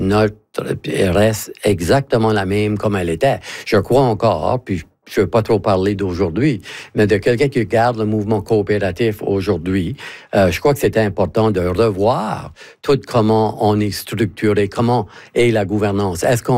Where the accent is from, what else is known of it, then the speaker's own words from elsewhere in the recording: Acadia, Canada; tout le monde sait qu'on est Acadien.